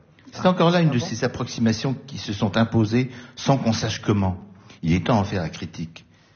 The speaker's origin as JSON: {"language": "French", "region": "Brittany", "country": "France", "said": "Lucas, je vous rappelle que je suis breton"}